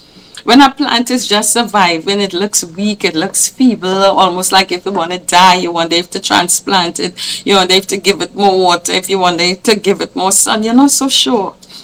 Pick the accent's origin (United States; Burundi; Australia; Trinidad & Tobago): Trinidad & Tobago; but I love being a Trinidadian.